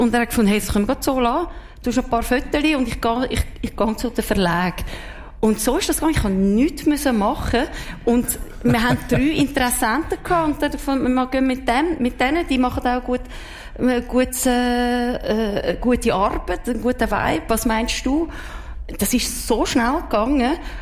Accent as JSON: {"language": "German", "country": "Switzerland", "said": "weil ich bin doch eine Schweizerin."}